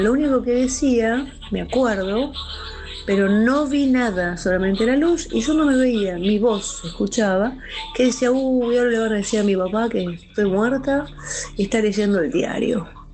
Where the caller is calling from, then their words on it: Buenos Aires, Argentina; soy de Palermo.